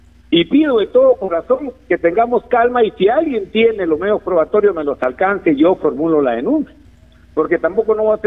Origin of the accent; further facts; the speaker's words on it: Olmos, Lambayeque, Peru; Y acá tienen a un paisano de Olmos